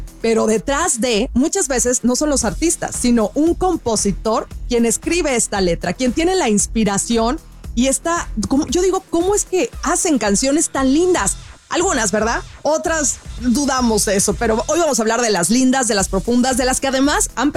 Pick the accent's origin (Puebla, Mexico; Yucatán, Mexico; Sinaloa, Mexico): Sinaloa, Mexico; el orgullo sinaloense en mi tierrita santa